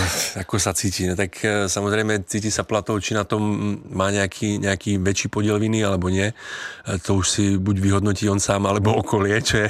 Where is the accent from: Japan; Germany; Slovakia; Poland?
Slovakia; now in Czechia; To je pravda, jako faním samozřejmě i českému nároďáku, ale stále jsem Slovák, takže prvom radě slovenskému.